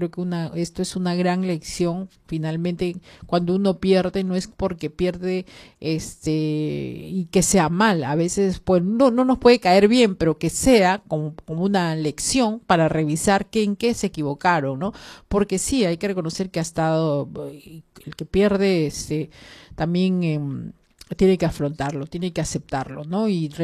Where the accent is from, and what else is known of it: Peru